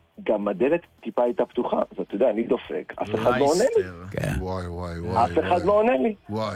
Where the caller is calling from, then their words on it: Acre, Northern District, Israel; אני מעכו.